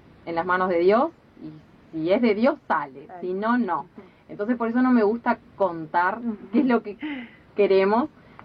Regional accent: Vergara, Treinta y Tres, Uruguay; yo crecí en Vergara, ¿no? Pero a veces parece que una es de afuera. Yo digo, vos parecés el del pueblo, le digo a mi esposo, y yo la de afuera, porque yo crecí acá y parece que no conozco a nadie.

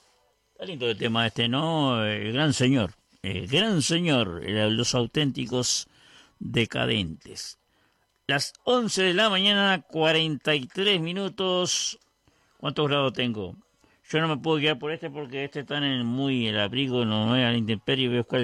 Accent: Vergara, Treinta y Tres, Uruguay; Gracias gente de mi pueblo, gente de Vergara, la región

